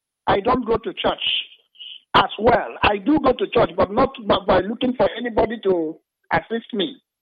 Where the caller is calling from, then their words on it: Port Harcourt, Rivers, Nigeria; I am calling from Port Harcourt.